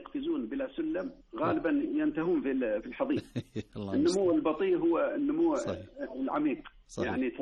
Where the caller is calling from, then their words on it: Bisha, Asir, Saudi Arabia